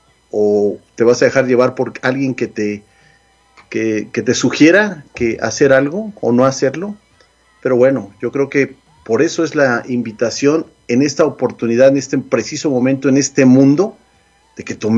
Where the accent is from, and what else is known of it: Mexico; now in United States